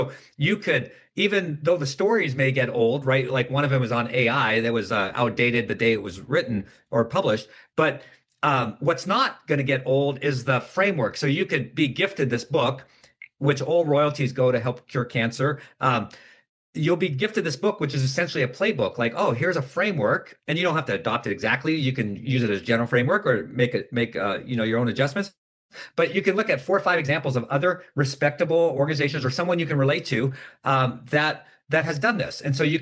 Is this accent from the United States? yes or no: no; Germany; and I'm originally from Germany.